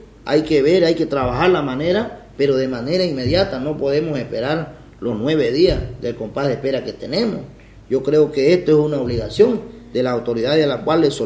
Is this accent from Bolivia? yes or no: yes; Bolivia; nos tratan como bolivianos de segunda